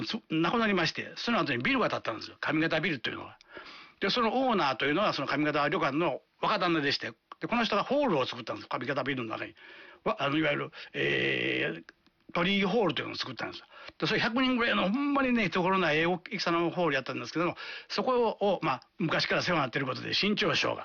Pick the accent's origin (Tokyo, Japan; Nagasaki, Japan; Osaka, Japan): Osaka, Japan; やっぱり私大阪ですんで